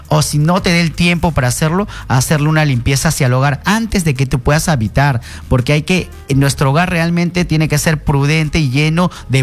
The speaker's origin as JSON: {"language": "Spanish", "country": "Peru", "said": "a nosotros como peruanos"}